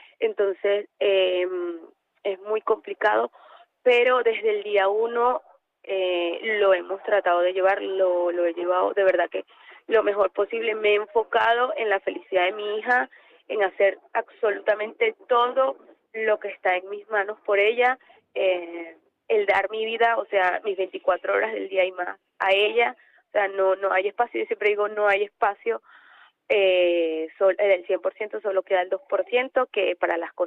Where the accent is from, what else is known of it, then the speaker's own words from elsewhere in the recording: Alcalá de Henares, Community of Madrid, Spain; somos de Alcalá y tenemos ya parte de nuestra vida, nuestro corazón aquí.